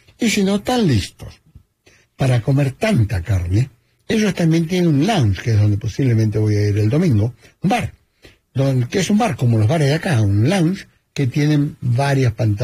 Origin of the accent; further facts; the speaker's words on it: Argentina; Saben que como argentino me gusta mucho comer carne